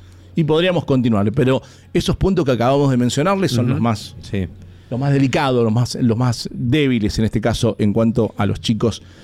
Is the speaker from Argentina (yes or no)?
yes; Mendoza, Argentina